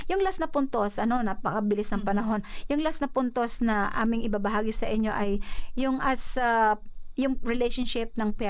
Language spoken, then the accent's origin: Tagalog; Mimaropa, Philippines; moved away; pag-uuwi kami ng Mindoro, ng province namin